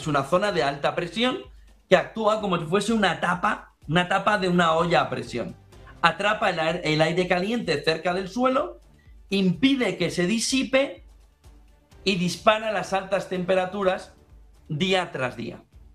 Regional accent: Alicante, Valencian Community, Spain; Soy de Alicante, ¿eh? Es decir, que aguanto bastante el calor

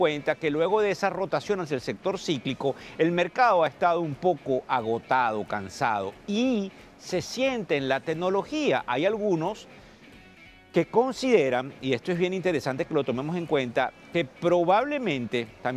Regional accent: Venezuela; porque acuérdense que nosotros los latinoamericanos, y yo soy venezolano, tendemos a destruir el español

